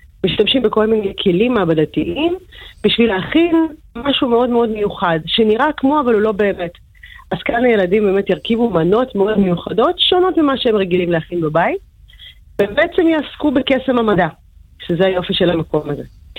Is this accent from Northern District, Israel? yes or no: no; Hadera, Haifa District, Israel; moved away; אני תושבת חדרה לשעבר, גדלתי בחדרה. הייתי בטכנודה בילדותי. והיום סוגרת מעגל ועובדת פה כבר 16 שנים.